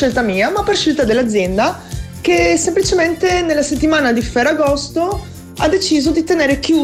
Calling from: Trieste, Friuli-Venezia Giulia, Italy; Sono di Trieste

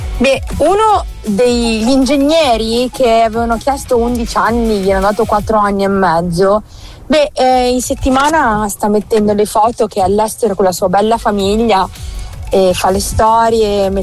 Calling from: Genoa, Liguria, Italy; Sono di Genova, ho vissuto il Ponte Morandi

